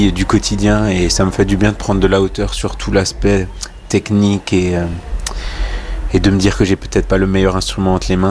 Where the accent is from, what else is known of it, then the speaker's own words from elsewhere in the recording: Grand Est, France; Ouais, on est Alsacien.